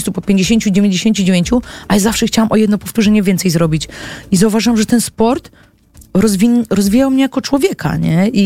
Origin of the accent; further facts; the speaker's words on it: Olsztyn, Warmian-Masurian Voivodeship, Poland; Ja jestem z Olsztyna i był Stomil Olsztyn.